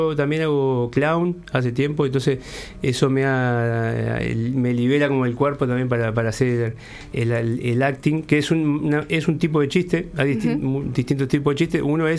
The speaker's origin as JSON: {"language": "Spanish", "town": "San Bautista", "region": "Canelones", "country": "Uruguay", "tie": "born or raised there", "said": "Sí, me pasó también hace poco en un show en mi pueblo, en San Bautista."}